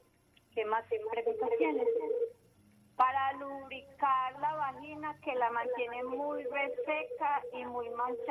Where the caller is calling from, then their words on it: Medellín, Antioquia, Colombia; estoy acá en Medellín.